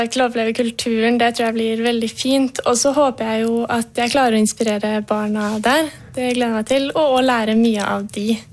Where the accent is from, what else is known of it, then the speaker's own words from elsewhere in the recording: Atrå, Telemark, Norway; Spar Atra, der jeg er fra